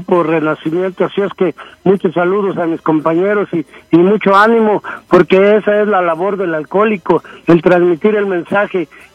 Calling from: Mexico City, Mexico; soy alcohólico de la Ciudad de México.

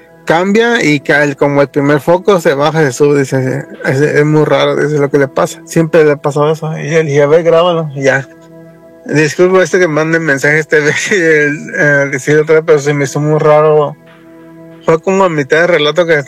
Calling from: Las Vegas, Nevada, United States; de Las Vegas.

